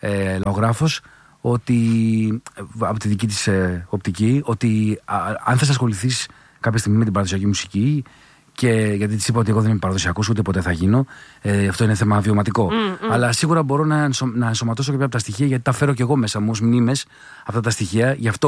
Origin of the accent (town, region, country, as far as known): Drama, Eastern Macedonia and Thrace, Greece; born or raised there